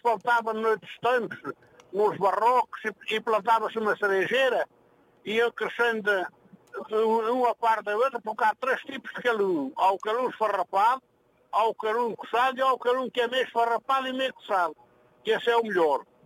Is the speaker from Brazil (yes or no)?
no; Oleiros, Centro, Portugal; Eu sou de Oleiros, da Beira Baixa.